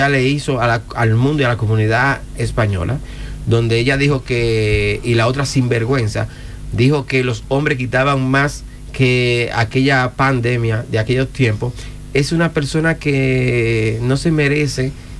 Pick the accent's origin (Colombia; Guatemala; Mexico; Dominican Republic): Dominican Republic; now in Spain; Yo soy dominicano y en mi país digo para los dominicanos primero también.